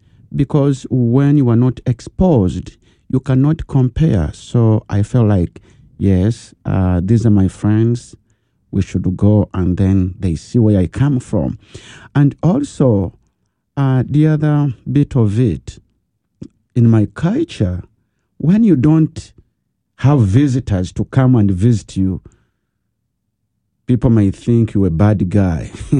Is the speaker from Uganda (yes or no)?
yes; Uganda; I'm grateful that I grew up in Uganda with a different culture, which is really welcoming.